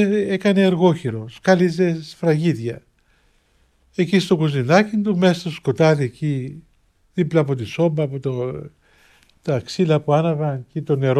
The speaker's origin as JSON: {"language": "Greek", "country": "Cyprus", "said": "εγώ είμαι Κύπριος, μου φτάνει από την Κύπρο και δεν το ξέρω"}